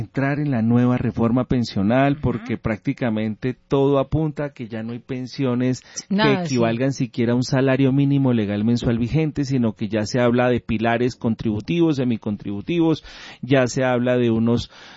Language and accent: Spanish; Colombia; Porque como buenos colombianos esperamos hasta el 30 de abril del 2027.